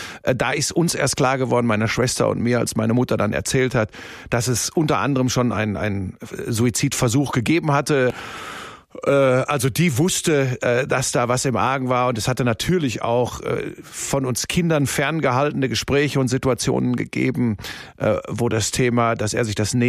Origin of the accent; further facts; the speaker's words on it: Hagen, North Rhine-Westphalia, Germany; moved away as an adult; also born or lived in Bottrop / Cologne; now in Munich, Germany; Ja, ich bin geboren in Bottrop. Das ist wirklich, das ist ja Inbegriff des Ruhrgebiets. Bin dann aufgewachsen in Hagen. Das ist so Tor zum Sauerland, ja. Ruhrgebiet.